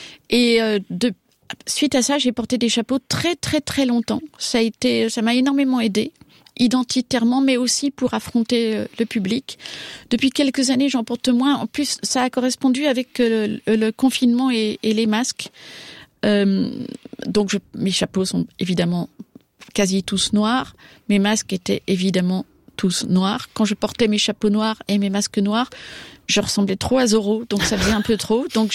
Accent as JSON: {"language": "French", "country": "Japan", "also_born_or_lived": "Belgium", "said": "Je disais que je venais du Japon et je suscitais la perplexité dans le regard de mon vis-à-vis, mais j'étais persuadée d'avoir raison et je me sentais profondément japonaise."}